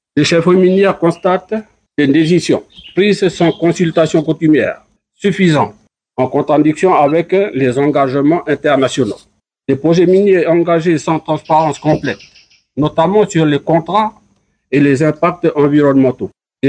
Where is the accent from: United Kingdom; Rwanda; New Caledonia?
New Caledonia; Akiti